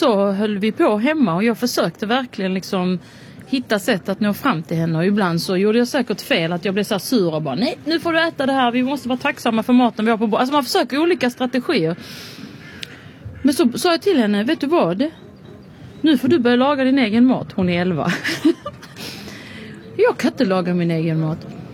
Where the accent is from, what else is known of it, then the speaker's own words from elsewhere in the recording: Palestine; jag är ju palestinier